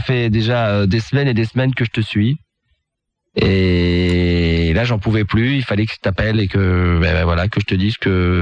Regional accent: Paris, Île-de-France, France; now in Carpentras, France; Je suis de Paris à l'origine, et là, je traîne un peu sur Carpentras.

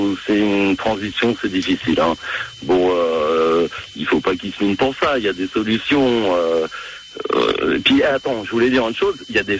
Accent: Paris, Île-de-France, France; Je suis originaire de Paris, mais bon...

